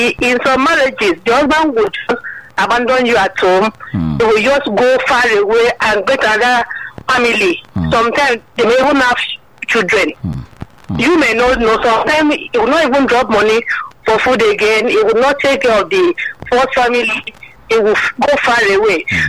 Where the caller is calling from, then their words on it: Ogba, Lagos, Nigeria; I'm calling from Ogba.